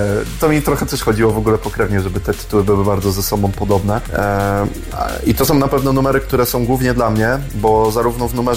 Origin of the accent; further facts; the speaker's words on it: Kruszwica, Kuyavian-Pomeranian Voivodeship, Poland; Dokładnie tak, do korzeni gruszy kruszwickiej.